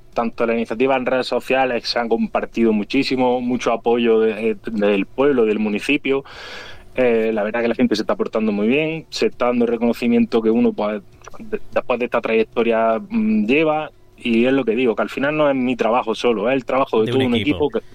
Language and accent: Spanish; Granada, Andalusia, Spain; Si nosotros somos granadinos